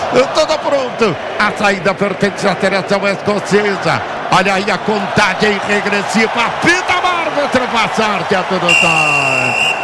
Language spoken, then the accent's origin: Portuguese; Brazil; Eu sou brasileiro com muito orgulho, com muito amor.